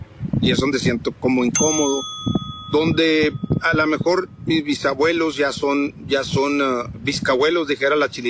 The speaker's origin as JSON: {"language": "Spanish", "region": "Texas", "country": "United States", "tie": "born there", "said": "me preguntan, ok, ¿tú de qué parte de México eres o dónde naciste? Digo yo, en Texas, pero vienes de padres inmigrantes y le digo, mis papás también nacieron en Texas. Pero tus abuelos también tienen que... Y les digo, mis abuelos también nacieron en Texas."}